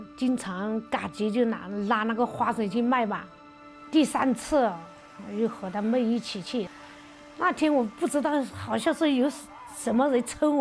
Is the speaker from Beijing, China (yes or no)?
no; Guizhou, China; 我说我是贵州的，他说我被拐卖到这里来，